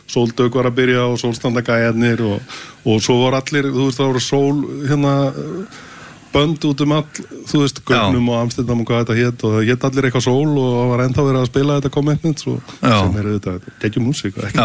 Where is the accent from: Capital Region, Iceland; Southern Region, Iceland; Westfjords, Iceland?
Southern Region, Iceland; Selfoss; Við erum bara strákað frá Selfossi, þannig að ég getum ekki að svara þess.